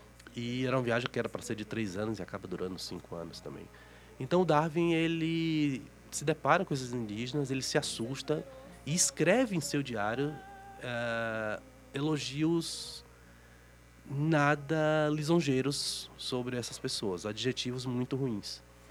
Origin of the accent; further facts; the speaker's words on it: Salvador, Bahia, Brazil; moved away as an adult; also born or lived in São Paulo / Chile / Curitiba / Porto Alegre; now in Florianópolis, Brazil; Eu me formei em economia em Salvador, na Bahia. Eu nasci em São Paulo, cresci em Salvador.